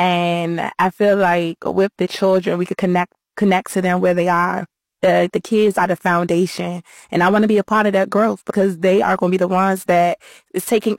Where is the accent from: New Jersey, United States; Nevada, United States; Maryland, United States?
Maryland, United States; Prince George's County; Growing up in Prince George's County, we had a two-bedroom apartment. It was about 20 of us in that apartment, no lie.